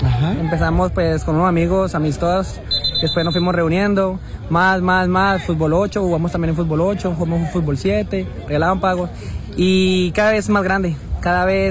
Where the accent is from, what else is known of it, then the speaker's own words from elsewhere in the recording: Colombia; moved away; la mayoría somos de Colombia.